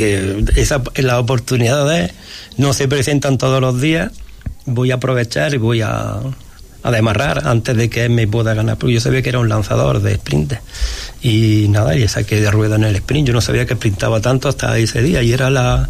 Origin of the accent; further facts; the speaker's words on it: Granada, Andalusia, Spain; cuando yo gané la etapa de la Vuelta a España, dije, un granadino ha ganado de nuevo una etapa en la Vuelta a España.